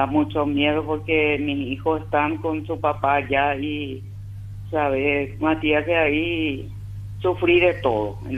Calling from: Villa Elisa, Central, Paraguay; Yo soy de Villa Elisa. … hace 50 años que estoy acá en Villa Elisa, acá cerca de Cuatro Mojón nomás.

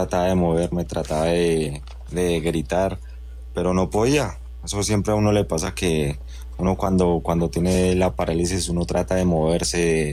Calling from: Zipaquirá, Cundinamarca, Colombia; desde Zipaquirá.

